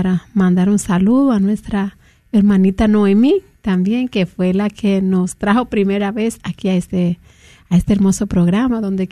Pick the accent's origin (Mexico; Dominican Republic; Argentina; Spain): Dominican Republic; Me siento mitad dominicana y mitad mexicana también